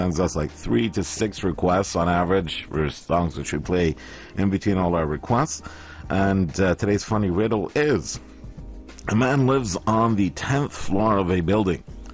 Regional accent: Salalah, Dhofar, Oman; my hometown, Salanda.

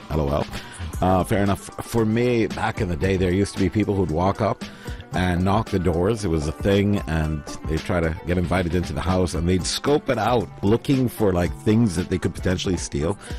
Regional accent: Salalah, Dhofar, Oman; moved away as an adult; now in Muscat, Oman; I am from Salada, born and raised, spent most of my life there. I moved here to Muscat 5 years ago

